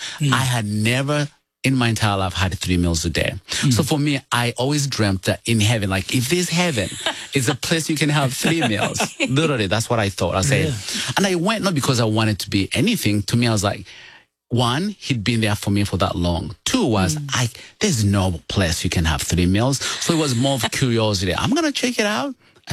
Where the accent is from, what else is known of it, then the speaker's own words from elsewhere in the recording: Uganda; well, I come from Uganda and grew up poor of the poorest.